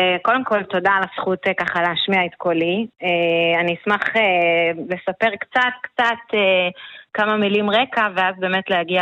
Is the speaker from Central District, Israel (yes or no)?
no; Northern District, Israel; now in Arbel, Israel; אני בעצם במקור בכלל ממועצה אזורית מסגב, אני התחתנתי עם בן מושב, חקלאי, פה בארבל